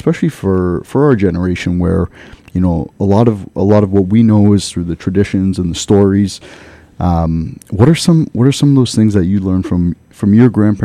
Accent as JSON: {"language": "English", "country": "Italy", "said": "And I think inherently as an Italian, it is very much... We are trying to figure you out within seconds."}